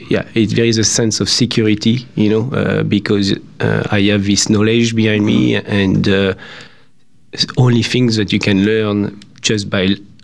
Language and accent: English; France; accent: French; English is a second language; Well, I'm from France, you know. My accent doesn't lie. My family produces wine in the Loire Valley.